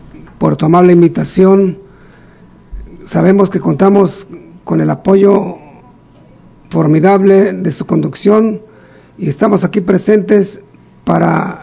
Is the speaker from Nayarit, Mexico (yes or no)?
yes; Tepuzhuacán, Nayarit, Mexico; El hermoso pueblo de Tepuzhuacán, del municipio de Matán de Cañas, Nayarit, México.